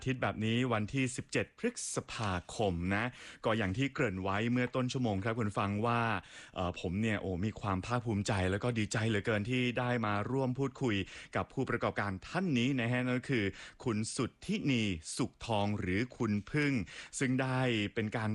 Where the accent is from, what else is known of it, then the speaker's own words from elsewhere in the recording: Phatthalung, Thailand; เป็นเด็กพัทลุงเหมือนกัน